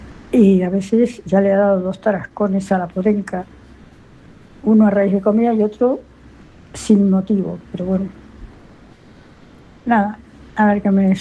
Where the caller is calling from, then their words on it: Galicia, Spain; de Galicia